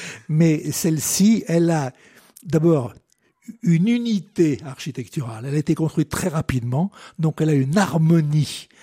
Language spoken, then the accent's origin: French; Roanne, Auvergne-Rhône-Alpes, France; born there; also born or lived in Martinique; now in Bourges, France; Je suis né à Roanne, j'ai vécu 4 ans outre-mer, en Martinique, et je suis arrivé par hasard à Bourges, et comme je le dis souvent, j'ai fait de Bourges ma ville natale.